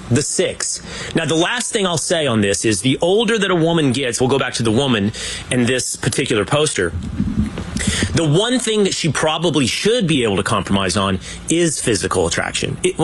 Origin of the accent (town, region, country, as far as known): Sherman, Texas, United States; born or raised there; moved away